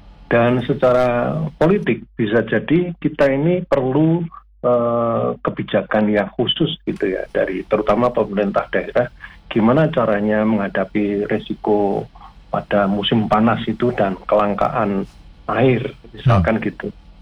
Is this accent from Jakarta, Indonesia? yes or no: no; Semarang, Central Java, Indonesia; kita ini kan warga Kota Semarang